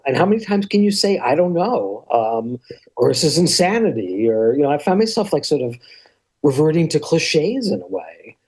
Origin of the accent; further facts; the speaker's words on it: New Jersey, United States; No, we're both New Jerseyites originally. She's from North Jersey. I'm from South Jersey. We cover the state.